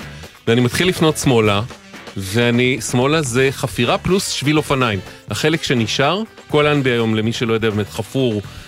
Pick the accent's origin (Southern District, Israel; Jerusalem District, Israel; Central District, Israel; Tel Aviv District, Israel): Tel Aviv District, Israel; Tel Aviv; אני גדלתי ביונה הנביא עד גיל 22.